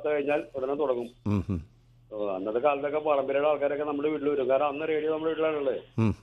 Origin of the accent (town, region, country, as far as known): Kochi, Kerala, India; born there